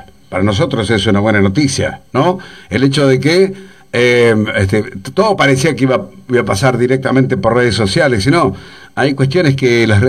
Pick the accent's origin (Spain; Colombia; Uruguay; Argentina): Argentina; porque somos argentinos